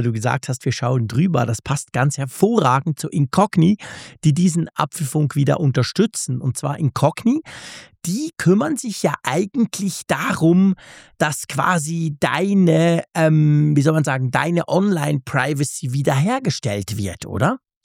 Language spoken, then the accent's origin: German; Switzerland; aber dort unten ist es viel grüner als bei uns in der Schweiz.